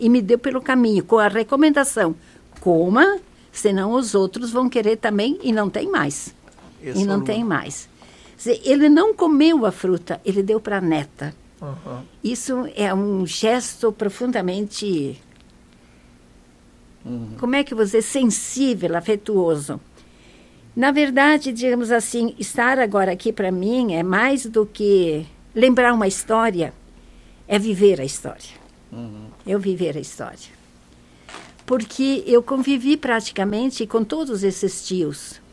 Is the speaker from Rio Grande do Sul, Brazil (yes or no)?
yes; Rio Grande do Sul, Brazil; born there; first language Venetian; Portuguese is a second language; also born or lived in Sananduva; Eu saí de lá com 8 anos, né, lá do Moncourt.